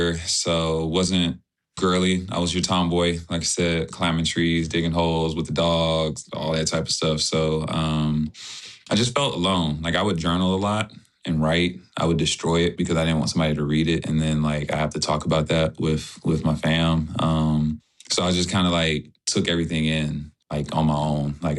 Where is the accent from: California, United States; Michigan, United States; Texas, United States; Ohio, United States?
Texas, United States; Houston; Yeah. So born and raised Houston, Texas.